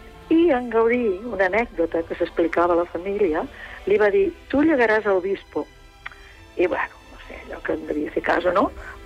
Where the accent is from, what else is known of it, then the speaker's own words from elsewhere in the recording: Barcelona, Catalonia, Spain; born there; jo vaig néixer a Barcelona, però el meu avi, que cosí germà amb ell, va marxar de León i va venir a Barcelona.